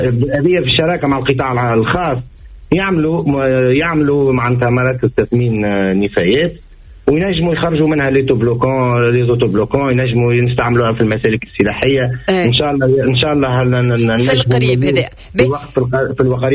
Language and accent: Arabic; Tunisia; وانا مواطن تونسي